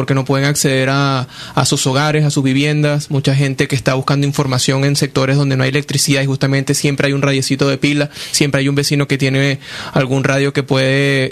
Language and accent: Spanish; Venezuela